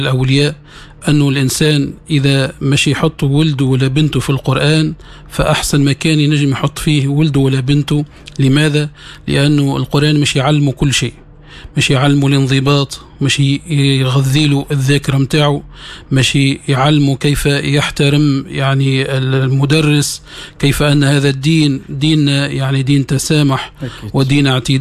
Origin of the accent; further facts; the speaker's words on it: Msaken, Sousse Governorate, Tunisia; في بلدتنا بلده مساكن الاشراف